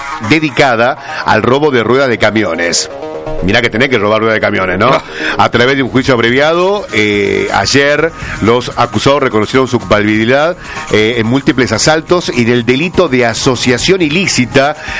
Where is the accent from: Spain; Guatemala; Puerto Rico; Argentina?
Argentina; Tucumán; born there; Claro, nacimos en Tucumán, acá el tiempo de Tucumán es así.